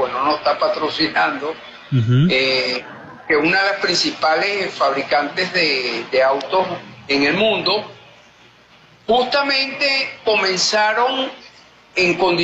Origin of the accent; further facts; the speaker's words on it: Venezuela; Como venezolanos, yo creo que uno de nuestros altos valores que nosotros tenemos en esos genes es eso que llamamos solidaridad